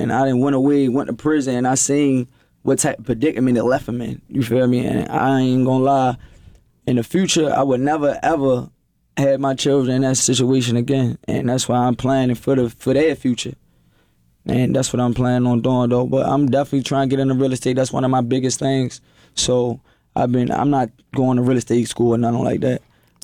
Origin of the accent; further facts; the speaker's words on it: Baltimore, Maryland, United States; No, I ain't gonna lie. I grew up in East Baltimore. I'm from Greymount.